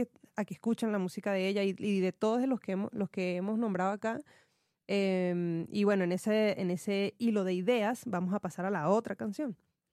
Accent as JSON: {"language": "Spanish", "country": "Venezuela", "moved": "yes", "said": "Me pasó eso mucho cuando salí de Venezuela, igual que no me había fijado como la libertad que tienes de explorar con tu ropa, ¿no?"}